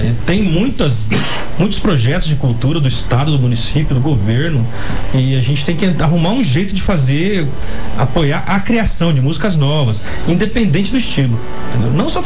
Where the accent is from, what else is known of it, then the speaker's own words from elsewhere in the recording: Paraná, Brazil; moved away; also born or lived in Mato Grosso do Sul; então já me sinto sul-mato-grossense. A cultura do sul-mato-grossense, como do norte do Paraná também, de onde eu vim, tá?